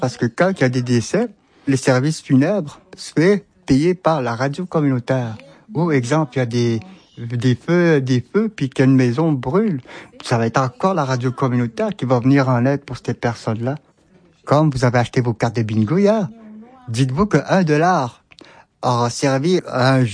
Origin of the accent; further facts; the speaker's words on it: Pessamit, Quebec, Canada; Je suis natif de Pessamit.